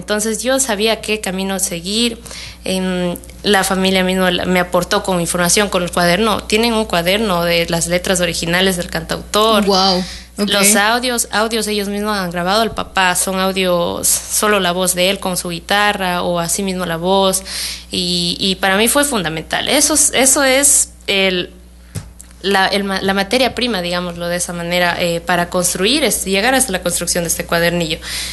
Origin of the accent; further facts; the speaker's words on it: Macas, Morona Santiago, Ecuador; moved away; siempre como macabea que soy, amante de mi tierra